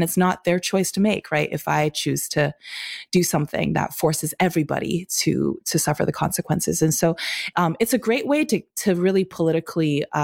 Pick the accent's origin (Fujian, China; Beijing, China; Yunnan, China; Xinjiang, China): Xinjiang, China; Urumqi; moved away; my hometown of Urumqi